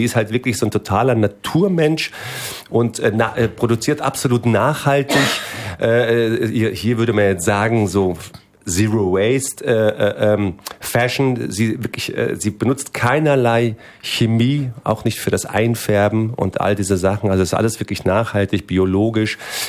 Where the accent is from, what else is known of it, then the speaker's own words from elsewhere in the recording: Turkey; Da gab es eben dieses Erdbeben in der Türkei, im Süden der Türkei. In meiner Heimat, Geburtsort ist das alles passiert.